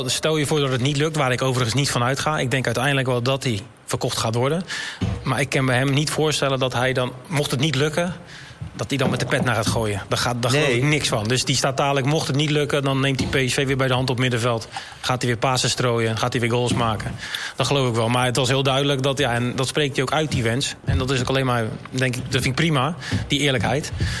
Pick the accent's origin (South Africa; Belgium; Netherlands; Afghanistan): Netherlands; genoten wij als Nederlander.